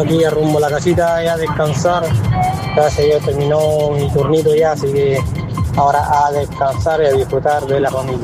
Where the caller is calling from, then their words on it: Los Ángeles, Biobío, Chile; besitos desde acá, desde Los Ángeles.